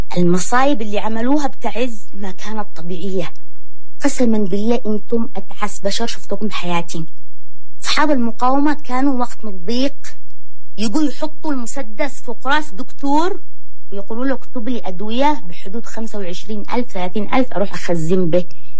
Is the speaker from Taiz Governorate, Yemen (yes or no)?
yes; Taiz, Taiz Governorate, Yemen; وأنا من نصف من تعز